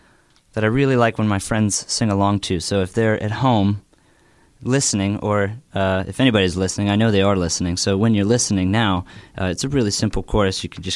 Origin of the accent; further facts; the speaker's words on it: Pleasant Hills, Pennsylvania, United States; so that's in the South Hills, Pleasant Hills area.